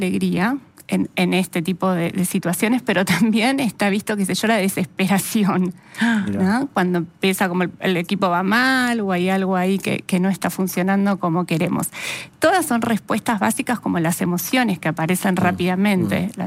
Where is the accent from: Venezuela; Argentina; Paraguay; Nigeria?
Argentina; Somos intensos, nos gusta el fútbol, nos gusta vivirlo así.